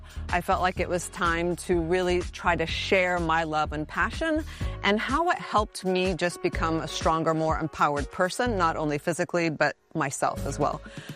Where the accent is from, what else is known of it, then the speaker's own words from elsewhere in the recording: San Francisco, California, United States; I grew up in San Francisco and was fortunate enough to have a circus school in my neighborhood.